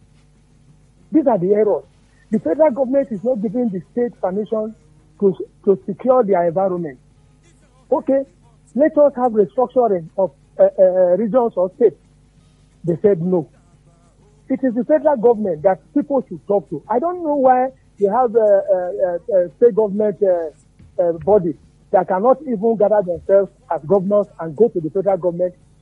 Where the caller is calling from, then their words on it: Nigeria; I'm calling you from Olugwe.